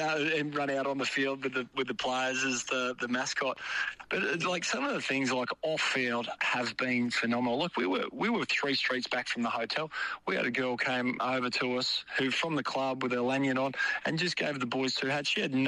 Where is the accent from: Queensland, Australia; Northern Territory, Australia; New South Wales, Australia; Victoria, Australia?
Queensland, Australia; I grew up in Queensland playing footy, but premierships have driven junior membership, but just the overall excitement of it.